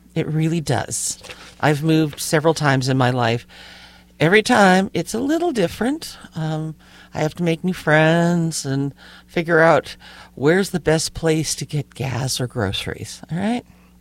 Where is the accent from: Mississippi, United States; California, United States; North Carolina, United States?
California, United States; born there; moved away as an adult; also born or lived in Clarksville, Tennessee; now in Vermont, United States; that was a little change for the California girl.